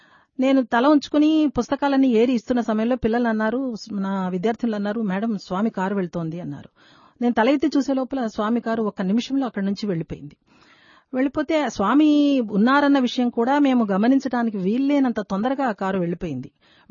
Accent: Andhra Pradesh, India; నేను రాయలసీమ దాన్ని, స్వామి రాయలసీమ సంబంధించినటువంటి వారు, తీపులు చాలా బాగున్నాయి స్వామి అని అన్నాను.

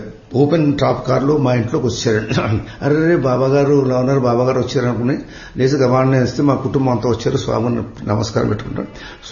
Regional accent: Kolamuru, Andhra Pradesh, India; also born or lived in Rajahmundry; మా అసలు ఒరిజినల్ గా స్వగ్రామం కోలమూరు

